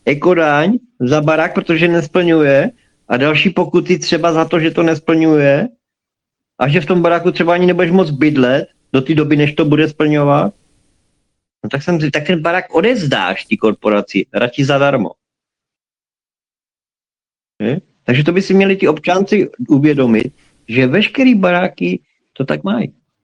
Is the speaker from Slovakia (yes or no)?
yes; Slovakia; já jako hrdej Slovák